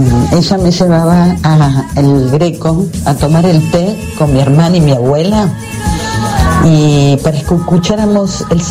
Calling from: Buenos Aires, Argentina; 619, y soy de Floresta.

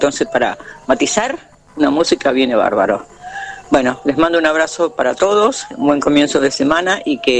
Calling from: Ituzaingó, Argentina; de Ituzaingó y te escucho todos los días que puedo.

